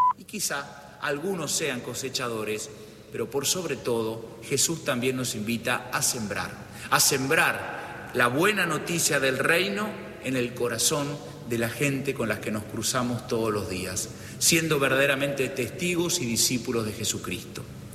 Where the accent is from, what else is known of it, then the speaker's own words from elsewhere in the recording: Argentina; que como argentinos podamos reconstruir los vínculos